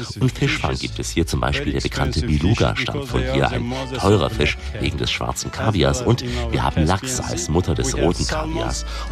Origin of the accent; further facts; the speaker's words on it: Azerbaijan; ein Pole geboren in Aserbaidschan, in Schamacha, unserer früheren Hauptstadt. Umgesetzt wurde der Boulevard gemeinsam mit unserem aserbaidschanischen Architekten Haji Beyli.